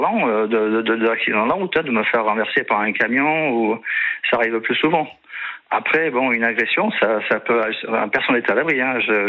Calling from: Nîmes, Occitanie, France; J'habite à Nîmes.

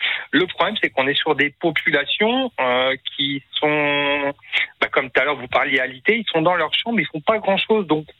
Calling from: Fontenay-le-Comte, Pays de la Loire, France; je suis à Fontenay-le-Comte, exactement.

